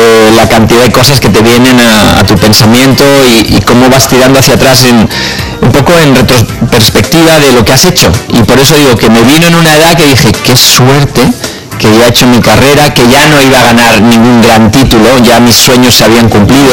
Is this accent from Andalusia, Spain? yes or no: no; Barcelona, Catalonia, Spain; born there; yo nací en Barcelona, me parece que es una edad que firmaría ya, tengo 52